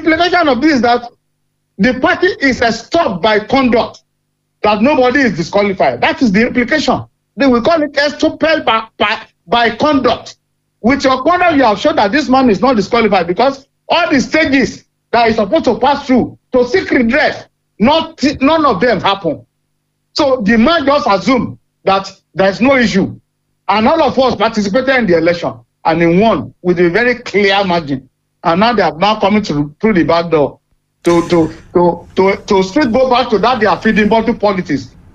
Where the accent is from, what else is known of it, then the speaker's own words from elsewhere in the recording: Ondo, Nigeria; I'm from Watatin in Akuba.